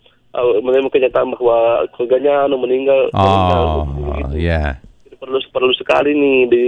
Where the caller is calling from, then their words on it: Sulawesi, Indonesia; saya orang Sulawesi, walaupun saya bukan orang Sulawesi Utara ya, walaupun bukan orang Minahasa